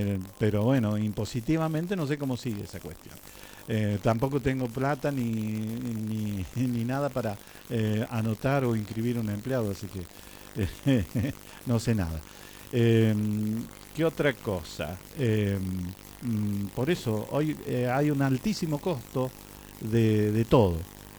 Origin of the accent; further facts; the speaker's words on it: Argentina; Argentina, mi tierra querida, mi país.